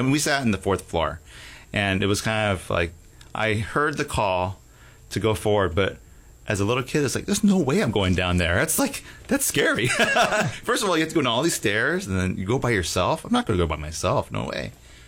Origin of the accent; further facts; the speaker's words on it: Houston, Texas, United States; born there; I was born in Houston, Texas.